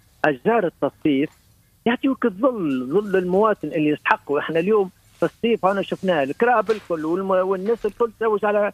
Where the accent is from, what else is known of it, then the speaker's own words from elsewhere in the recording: Tunisia; now in Kelibia, Tunisia; وقعت جابي في بلدي تونس اللي هي تبارك الله معناتها بلدة عاصمة وعندها برشا تاريخ في التشجير، وبالطبيعة يعني ما قعدت برشا في بلدة تونس، استقلت بلدة قليبيا عام 88 سبتمبر